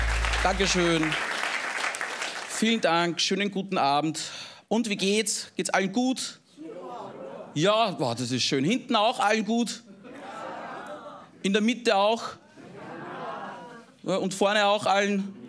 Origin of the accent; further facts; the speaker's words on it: Engerwitzdorf, Upper Austria, Austria; Ja, ich komme aus Oberösterreich, das liegt in Österreich, aus der Region des Mühlviertels. Das Dorf heißt Engerwitzdorf, ist sehr klein